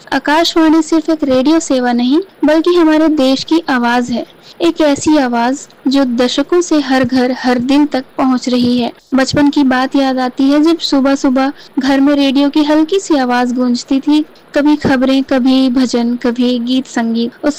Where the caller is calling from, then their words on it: Dhamtari, Chhattisgarh, India; मैं धमतरी की रहने वाली हूँ।